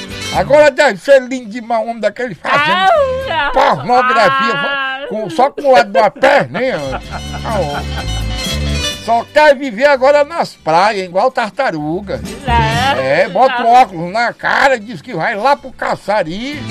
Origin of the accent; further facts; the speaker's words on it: Mojuí dos Campos, Pará, Brazil; moved away; also born or lived in Alter do Chão; Eu falo direto aqui da minha origem, né? Lá de Santarém, lá de Mujuí dos Campos, Morada Nova. Foi ali por onde eu me criei, dona Maria. Morei muito tempo ali também no Hotel do Chão.